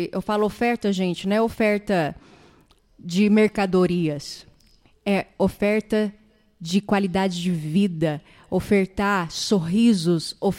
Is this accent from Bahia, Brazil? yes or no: no; Paraná, Brazil; moved away; Ó, sulista igual eu, hein? É. Tá um pouquinho mais para baixo, eu sou do Paraná, mas tenho um amor muito grande pela região sul do Brasil.